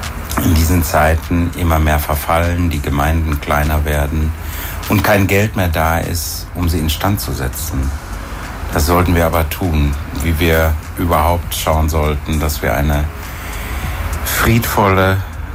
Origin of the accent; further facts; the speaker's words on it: Essen, North Rhine-Westphalia, Germany; meine geliebte alte Kirche in Essen-Krai, meine Heimatgemeinde